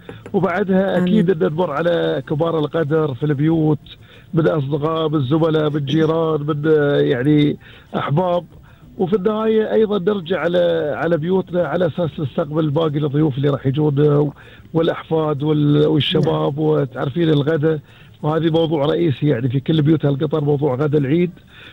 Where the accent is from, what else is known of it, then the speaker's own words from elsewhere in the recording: Qatar; إحنا كقطريين